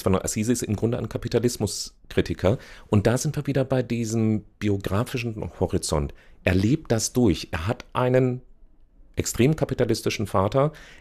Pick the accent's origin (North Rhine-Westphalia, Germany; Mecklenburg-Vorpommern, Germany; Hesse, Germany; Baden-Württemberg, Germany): Hesse, Germany; Marburg; Ich bin aufgewachsen in Marburg an der Lahn. Mein Vater war Pfarrer an der Elisabethkirche in Marburg.